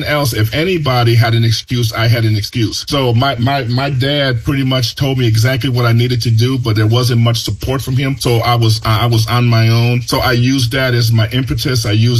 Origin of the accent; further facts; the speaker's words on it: Chicago, Illinois, United States; English is a second language; I had a teacher in high school told me, if you want to be successful, because I grew up in the projects of Chicago